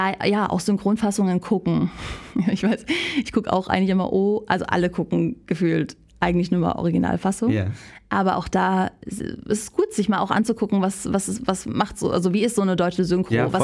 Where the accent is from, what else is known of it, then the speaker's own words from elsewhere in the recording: Northern Germany, Germany; Ich komme ja zum Beispiel aus dem Norden. Für mich hat ganz lange das PF nicht existiert.